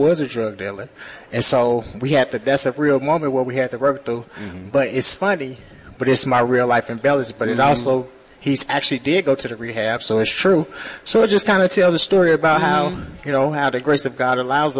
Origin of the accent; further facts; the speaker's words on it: Chicago, Illinois, United States; I'm originally from Chicago.